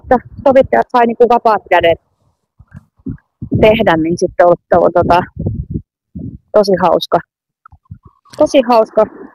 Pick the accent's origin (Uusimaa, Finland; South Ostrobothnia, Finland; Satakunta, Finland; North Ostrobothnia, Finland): North Ostrobothnia, Finland; Oulu; born there; moved away; also born or lived in Kärsämäki; Mä olen syntynyt Oulussa.